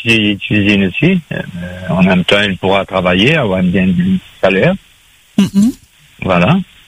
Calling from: Saint-Pierre, Réunion; j'habite en Aligné Paradis.

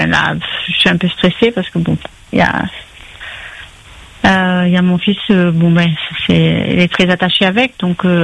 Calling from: Réunion; Bras des Chevrettes.

